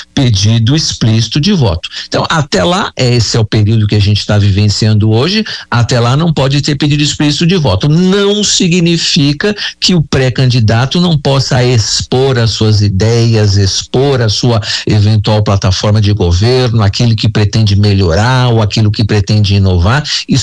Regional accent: Brazil; eu sou brasileiro

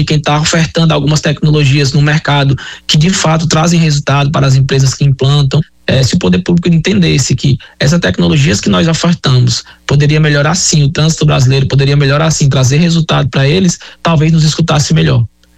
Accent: Fortaleza, Ceará, Brazil; born or raised there

